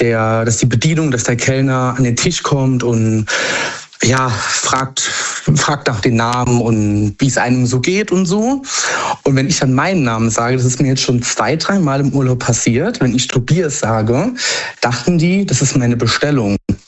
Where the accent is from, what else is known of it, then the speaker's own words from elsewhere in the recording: Saarland, Germany; Aus der Nähe von Saarbrücken im Saarland.